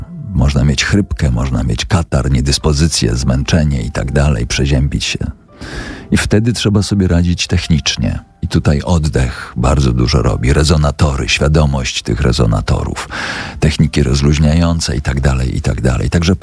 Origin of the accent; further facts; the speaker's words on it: Tyczyn, Subcarpathian Voivodeship, Poland; bo ja jestem z Podkarpacia, jestem z pięknego miasteczka Tyczyn pod Rzeszowem i tam troszeczkę inaczej mówimy.